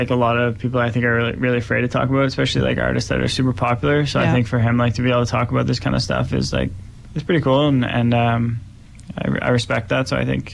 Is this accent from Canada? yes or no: yes; East Coast, Canada; I'm from the East Coast.